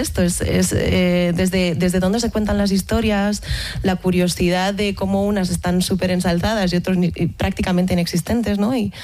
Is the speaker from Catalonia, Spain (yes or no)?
yes; Barcelona, Catalonia, Spain; now in Madrid, Spain; Yo nací en Barcelona, o sea, soy súper catalana, aunque muchos no quieran aceptarlo, pero llevo 14 años en Madrid, entonces tengo un popurrí de acentos